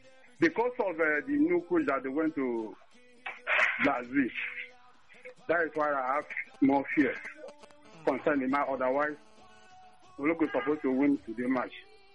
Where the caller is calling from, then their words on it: Aba, Abia, Nigeria; I'm calling from Aba.